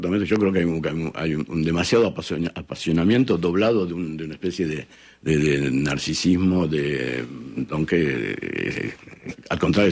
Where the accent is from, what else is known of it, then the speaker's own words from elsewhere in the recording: Argentina; moved away; en mi país, en Argentina